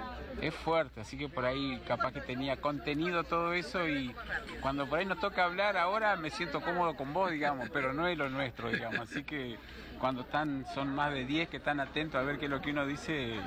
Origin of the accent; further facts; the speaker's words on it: Entre Ríos, Argentina; en estos momentos vivo en Gualeguay, pero siempre mi provincia ha sido la de Entre Ríos.